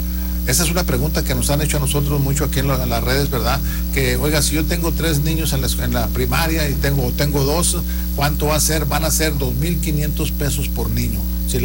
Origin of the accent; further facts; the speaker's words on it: Mexico; como mexicanos, como ciudadanos